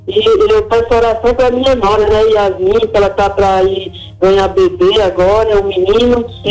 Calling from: Natal, Rio Grande do Norte, Brazil; De Natal, Rio Grande do Norte.

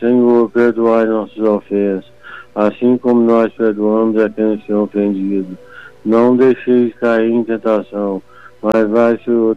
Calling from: Esmeraldas, Minas Gerais, Brazil; Estou falando de Esmeraldas, Minas Gerais.

